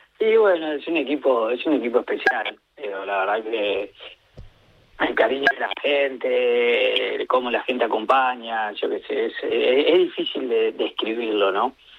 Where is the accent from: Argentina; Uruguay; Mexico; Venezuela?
Uruguay; nosotros siendo uruguayos tenemos la obligación